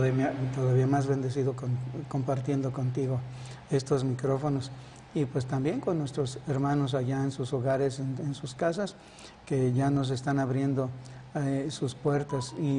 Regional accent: Irapuato, Guanajuato, Mexico; Ándale, mi tierra.

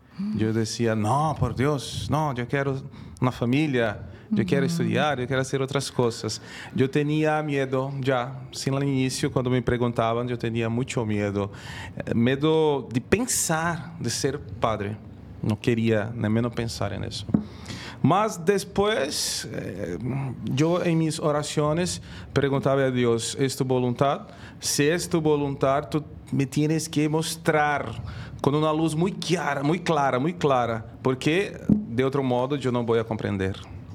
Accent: Rio Branco, Acre, Brazil; Spanish is a second language; moved away; soy de Brasil, uh-huh. De la ciudad de Río Branco, el estado de Acre, que es dentro de la selva amazónica.

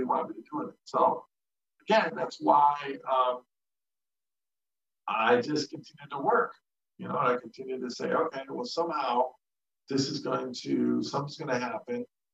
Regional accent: United States; Here's this American, I'm an American, right? Winning the lottery in Mexico

